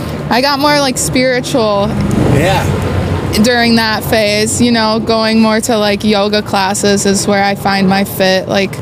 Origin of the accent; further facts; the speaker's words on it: Worthington, Minnesota, United States; moved away as an adult; I came from a small town that it was like non-conventional.